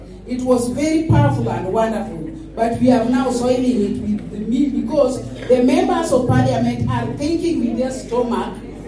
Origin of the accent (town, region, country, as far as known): Kisumu County, Kenya